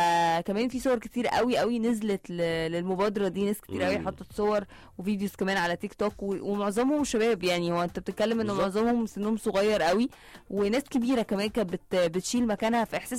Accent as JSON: {"language": "Arabic", "country": "Egypt", "said": "احنا كمصريين"}